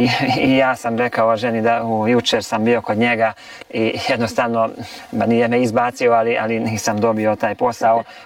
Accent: Križevci, Koprivnica-Križevci County, Croatia; born there; moved away; pošto ja sam iz Križevaca, iz susjednog sela

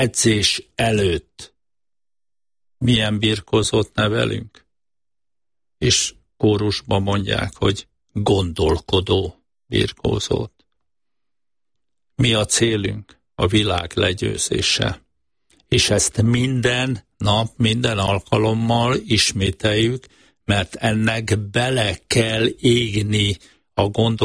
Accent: Hungary; én úgy álltam oda a világ továbbképzésében, hogy én azt mondtam, hogy én, mint magyar ember, én megmutatom

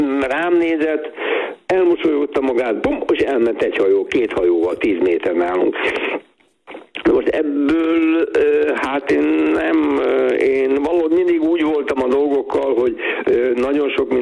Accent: Hungary; mi magyarok vagyunk, Magyarországra jöttünk

